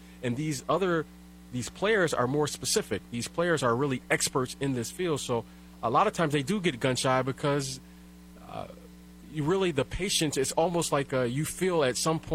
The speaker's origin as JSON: {"language": "English", "town": "Detroit", "region": "Michigan", "country": "United States", "tie": "born or raised there", "said": "I grew up in Detroit, Michigan"}